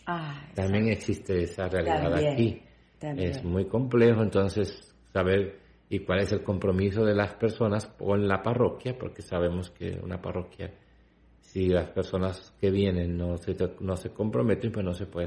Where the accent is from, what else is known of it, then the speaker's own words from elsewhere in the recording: Puerto Rico; moved away; En mi parroquia allá en Puerto Rico.